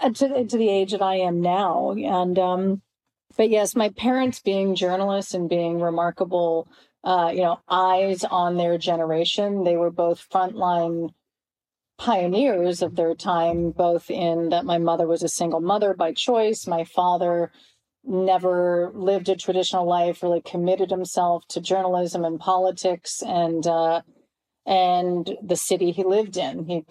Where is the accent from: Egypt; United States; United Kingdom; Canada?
Canada; My parents, I was raised in Canada, fully indoctrinated to doubt everything in the U.S.